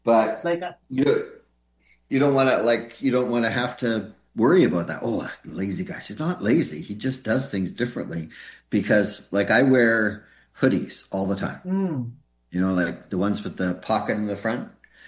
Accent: Alberta, Canada; now in Richmond, Canada; when I moved to Richmond. I'm from Alberta, so I didn't know Richmond at all.

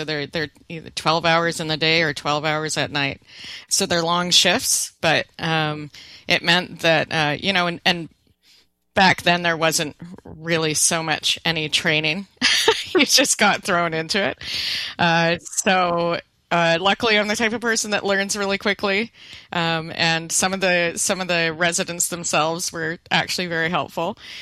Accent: Vancouver, British Columbia, Canada; So I grew up in Vancouver. The city looked quite different then, but I used to ride my bike down to the downtown and downtown east side regularly.

